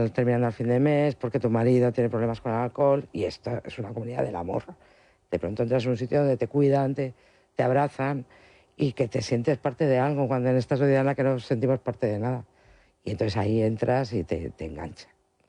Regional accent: Spain

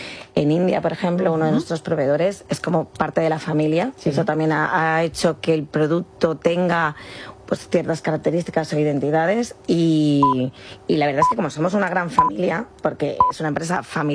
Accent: Elche, Valencian Community, Spain; Somos de Elche.

